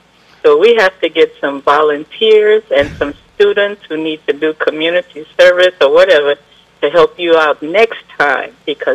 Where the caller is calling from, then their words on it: Port Arthur, Texas, United States; Port Arthur, Texas.